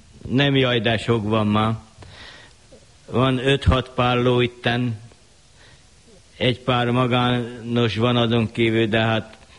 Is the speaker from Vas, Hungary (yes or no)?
yes; Körmend, Vas, Hungary; 25-ben születtem, itt nőttem föl teljes mértékben